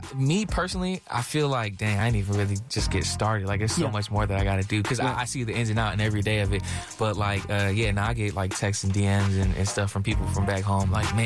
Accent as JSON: {"language": "English", "town": "New Haven", "region": "Connecticut", "country": "United States", "tie": "born there", "also_born_or_lived": "Bridgeport"}